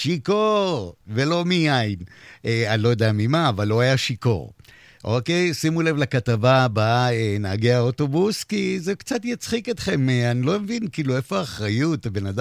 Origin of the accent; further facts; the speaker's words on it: Bat Yam, Tel Aviv District, Israel; אני מכיר את הרחוב הזה טוב מאוד, גדלתי שם כחלק מהחברים שלי שם.